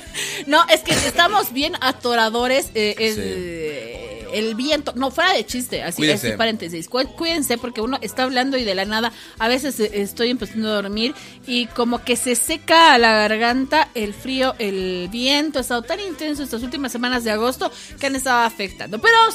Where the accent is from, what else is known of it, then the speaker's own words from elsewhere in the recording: Bolivia; cómo realmente somos los bolivianos